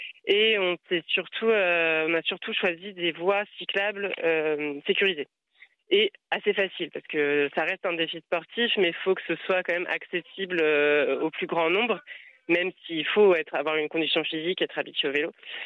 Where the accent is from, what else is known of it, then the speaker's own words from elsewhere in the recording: Brittany, France; je suis bretonne, je l'exerce dans les Côtes d'Armor, à Fréhel.